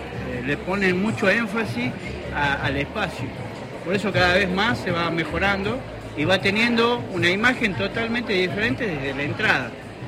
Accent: San Fernando del Valle de Catamarca, Catamarca, Argentina; born there; Somos de acá, de Catamarca Capital, y nacimos acá

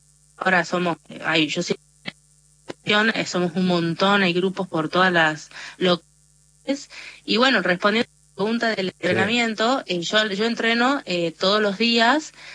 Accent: northern Argentina, Argentina; no sé, vos no tenés acento de Argentina, uh-huh, o no pareces argentina, y en realidad es porque soy norteña

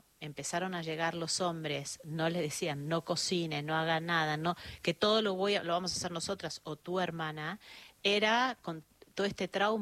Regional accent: Buenos Aires, Argentina; born there; No, yo nací en Capital

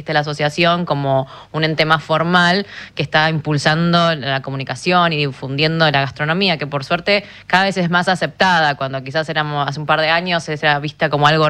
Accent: Argentina; born there; Yo soy argentina, sí

